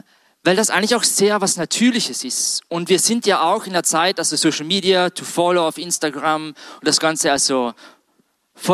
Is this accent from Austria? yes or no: yes; Austria; Also mehr wie bei uns in Österreich in manchen Fußballstadien drinnen sind.